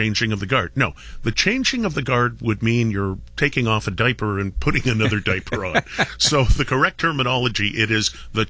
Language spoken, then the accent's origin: English; Ontario, Canada; G'day. I'm from the Valley.